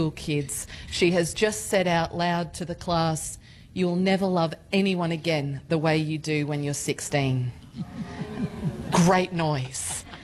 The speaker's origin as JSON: {"language": "English", "town": "Gold Coast", "region": "Queensland", "country": "Australia", "tie": "born or raised there", "said": "I grew up on the Gold Coast, and that love that I feel for how extraordinary that hinterland"}